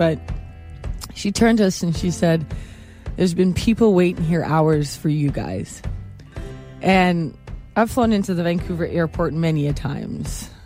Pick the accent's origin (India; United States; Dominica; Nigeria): Dominica; now in Canada; I grew up in the Caribbean, in a small island called Dominica, and I moved to Canada